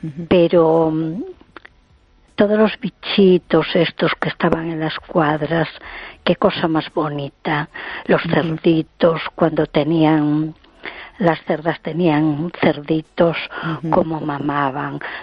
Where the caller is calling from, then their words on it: A Coruña, Galicia, Spain; de Coruña.